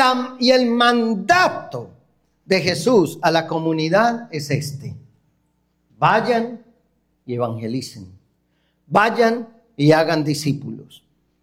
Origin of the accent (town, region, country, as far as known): Colombia